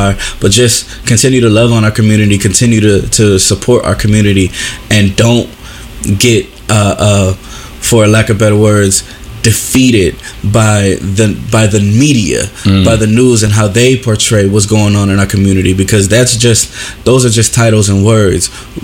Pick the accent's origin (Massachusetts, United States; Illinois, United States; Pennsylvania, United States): Illinois, United States; Chicago; I was born in Chicago, but I was raised my entire life in the 19th Ward.